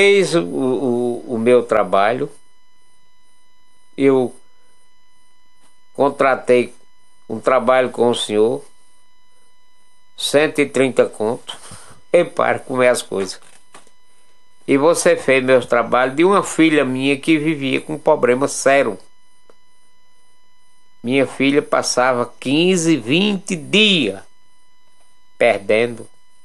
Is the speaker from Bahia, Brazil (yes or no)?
yes; Cachoeira, Bahia, Brazil; now in Pernambuco, Brazil; rezador e orientador espiritual, baiano de Cachoeira de São Félix. Quero dizer a vocês que sou residente no Pernambuco há 57 anos.